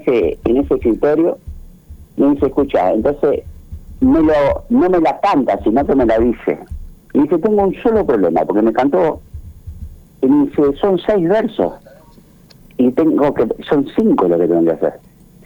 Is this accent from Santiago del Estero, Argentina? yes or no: yes; Santiago del Estero, Argentina; born there; Que desde el vientre de mi madre, cuando nací en Santiago del Estero, ya oía samba, canciones, folclore